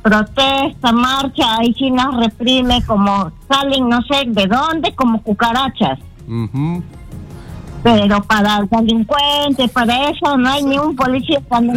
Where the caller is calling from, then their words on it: Lima, Peru; soy de Arte Vitarte.